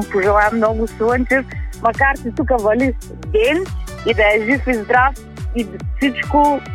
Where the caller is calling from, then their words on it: Dimitrovgrad, Haskovo Province, Bulgaria; аз съм от Димитроград.